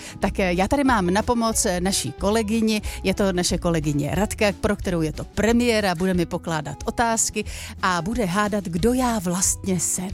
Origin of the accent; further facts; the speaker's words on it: České Budějovice, South Bohemian Region, Czechia; born there; Já jsem se narodila v jižních Čechách, Českých Budějovicích, a to se psal rok 1962.